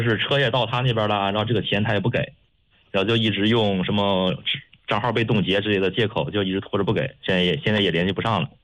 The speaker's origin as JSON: {"language": "Chinese", "town": "Gaocheng", "region": "Hebei", "country": "China", "said": "我是藁城这边。"}